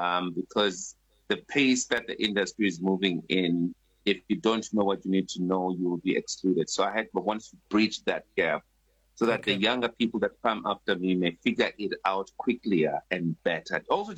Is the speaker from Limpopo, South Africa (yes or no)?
yes; Mokopane, Limpopo, South Africa; moved away; Limpopo, my hometown in Mokopane